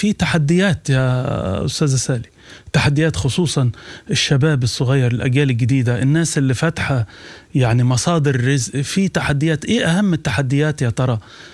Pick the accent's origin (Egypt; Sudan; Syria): Sudan; دون تفريق، دون تفريق، أنت سوداني وأنا سوداني ونحن في محنة